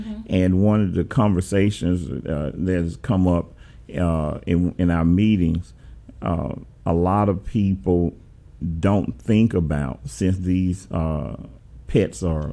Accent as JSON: {"language": "English", "town": "Memphis", "region": "Tennessee", "country": "United States", "said": "say I'm from South Memphis."}